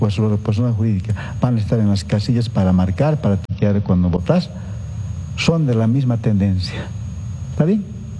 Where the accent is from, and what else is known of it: Bolivia